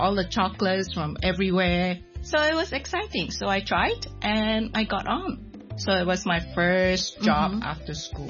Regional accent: Penang, Malaysia; moved away as an adult; now in Hong Kong; I'm from Penang. So it's up on the north side. Just about 3 hours away from KL if you drive.

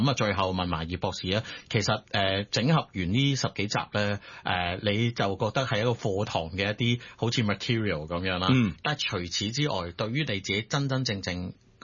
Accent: Guangdong, China; 我哋廣東人食粵菜

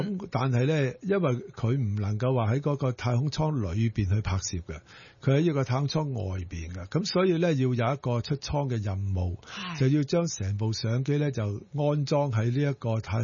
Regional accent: Hong Kong; 其实都有我哋香港人嘅参与嘅

